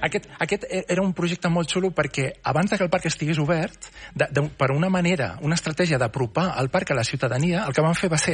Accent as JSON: {"language": "Catalan", "town": "Tarragona", "region": "Catalonia", "country": "Spain", "tie": "born or raised there", "said": "jo soc de Tarragona."}